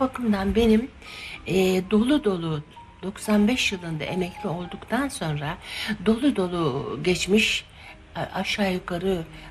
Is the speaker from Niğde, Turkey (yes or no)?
no; Izmir, İzmir, Turkey; Karşıyaka'nın en güzel kadınıydı annem. İzmirliyiz ya.